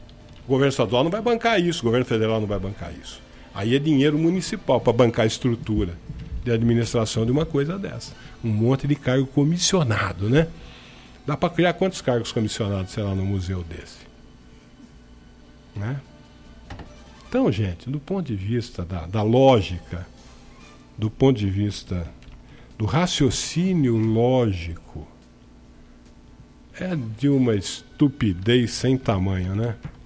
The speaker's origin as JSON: {"language": "Portuguese", "region": "São Paulo", "country": "Brazil", "said": "Porque nós somos aqui do interior do estado de São Paulo, e eu me incluo, porque eu sou um cidadão do interior do estado de São Paulo, nós somos caipiras, nós não somos sertanejos."}